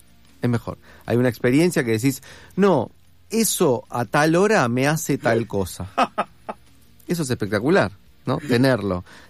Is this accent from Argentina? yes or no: yes; Argentina